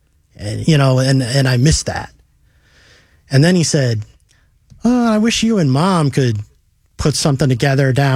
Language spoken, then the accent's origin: English; Swartz Creek, Michigan, United States; moved away as an adult; I'm originally from Michigan.